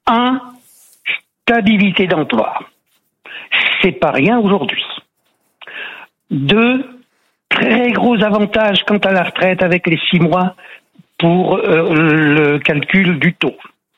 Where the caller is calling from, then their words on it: Saint-Beauzire, Auvergne-Rhône-Alpes, France; De un petit village à côté de Clermont-Ferrand qui s'appelle Saint-Bosire.